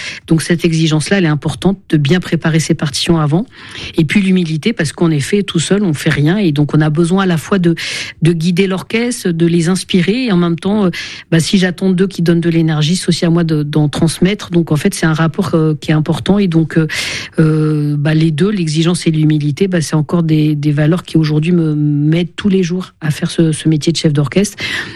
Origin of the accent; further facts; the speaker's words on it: Île-de-France, France; j'ai grandi en Seine-Saint-Denis, dans ce quartier populaire